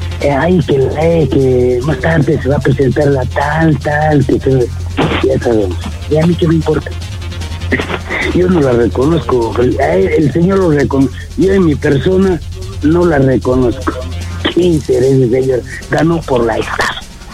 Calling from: Peru

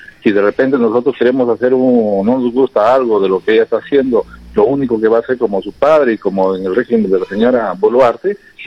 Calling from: Peru; todos somos peruanos.

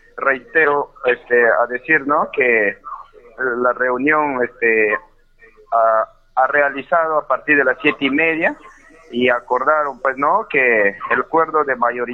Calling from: Peru; en nuestro Centro Poblado Nueva Vida

